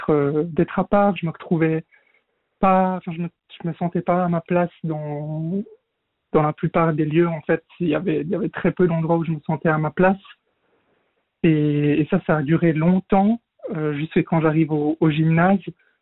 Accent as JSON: {"language": "French", "town": "Moutier", "region": "Jura", "country": "Switzerland", "tie": "born or raised there", "said": "J'ai grandi dans le Jura. Dans une ville qui à la base était le canton de Berne et qui ensuite a changé au Jura récemment."}